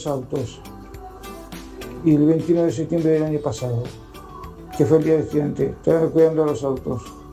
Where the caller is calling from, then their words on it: Villa Regina, Río Negro, Argentina; de Villa Regina, Río Negro.